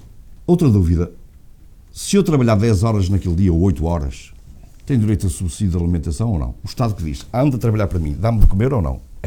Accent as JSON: {"language": "Portuguese", "country": "Portugal", "tie": "born or raised there", "said": "Em Fardelos, na minha terra, dizia-se, quem cabritos vende e cabras não tem, de algum lado lhe vem."}